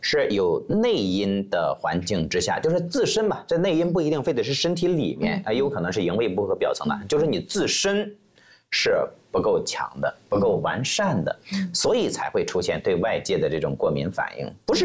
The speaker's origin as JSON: {"language": "Chinese", "region": "Shandong", "country": "China", "tie": "born or raised there", "accent": "Shandong dialect", "moved": "yes", "lives_now": "Beijing, China", "said": "我妻子带着保罗在山东嘛，在老家嘛，然后我在北京"}